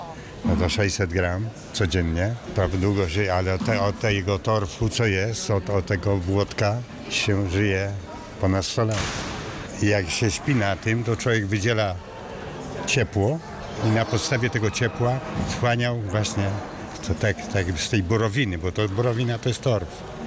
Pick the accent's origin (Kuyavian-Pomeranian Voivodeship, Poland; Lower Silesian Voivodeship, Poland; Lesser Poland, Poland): Lower Silesian Voivodeship, Poland; Wrocław; Jestem z Wrocławia. No proszę, taki świat drogi przyjechaliśmy, żeby się spotkać.